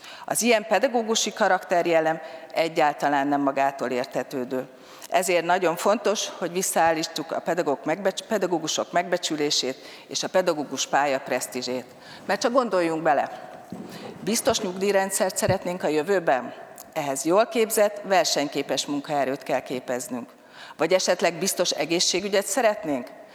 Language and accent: Hungarian; Hungary; Hiszem, hogy valódi értékteremtéssel, erős pozícióval, büszke magyarként állhatunk emelt fővel a világban.